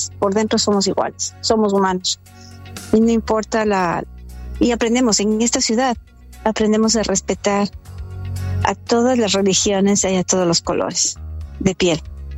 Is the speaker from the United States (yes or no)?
yes; New York, United States; a estar orgullosos de que somos neoyorquinos